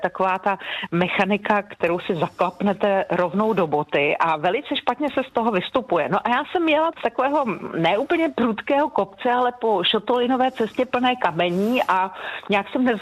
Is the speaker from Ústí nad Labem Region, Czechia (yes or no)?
no; Hradec Králové, Hradec Králové Region, Czechia; Hradec je moje rodné město, přijedu s velikou radostí